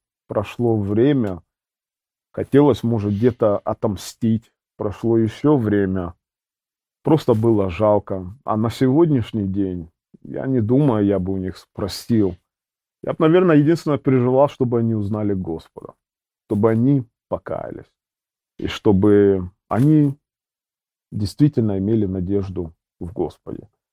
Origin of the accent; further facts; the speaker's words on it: Ukraine; born there; но когда я родился на Украине, в те времена, 1985 год